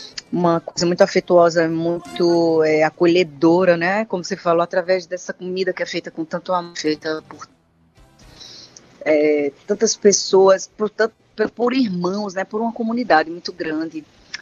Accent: Paraíba, Brazil; also born or lived in João Pessoa, Paraíba; eu sou essa criança que cresci no Alto Sertão, né? Embora tenha nascido em João Pessoa, eu e minhas irmãs, a minha família inteira é do Alto Sertão.

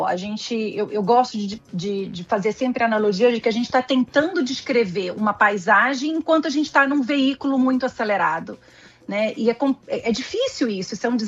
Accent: Brazil; nos atinge enquanto brasileiros

